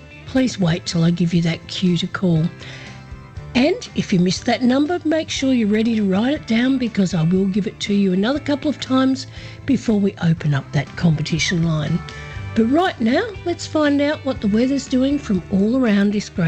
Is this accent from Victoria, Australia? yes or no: yes; Horsham, Victoria, Australia; your Thursday morning host for Good Morning Country, coming to you from my hometown of Horsham in Western Victoria.